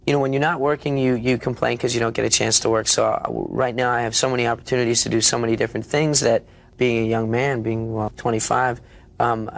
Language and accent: English; Canada; I'm a Canadian, you know. My dad was in the Canadian military. I lived in Canada all my life